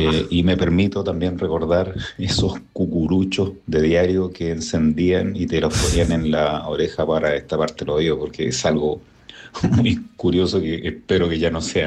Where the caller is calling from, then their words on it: Santiago, Santiago Metropolitan Region, Chile; de Santiago Centro por acá.